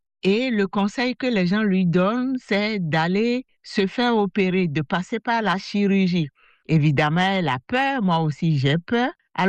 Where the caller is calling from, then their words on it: Cotonou, Littoral, Benin; j'appelle de Cotonou, Bénin. J'ai 68 ans